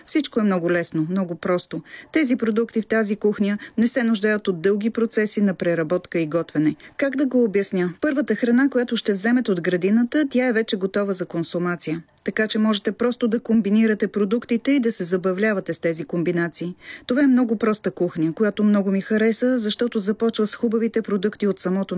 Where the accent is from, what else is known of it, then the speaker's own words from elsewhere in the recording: northern Italy, Italy; аз идвам от Северна Италия, така че тази част не бих я определил като средиземноморска, въпреки че Италия е средиземноморска страна. Но моят регион е смесица от високите планини, от Алпите и от равнината.